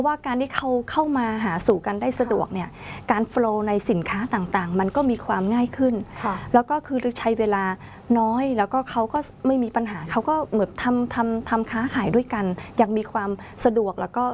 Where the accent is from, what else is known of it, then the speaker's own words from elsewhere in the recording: Cambodia; Thai is a second language; now in Thailand; เราก็เข้าไปตลาดหรือว่าเข้าไปที่ไหนเราก็พูดภาษาไทยซึ่งคนไทยบางคนก็อาจจะไม่ทราบว่าเราเป็นคนกัมพูชาด้วยซ้ำ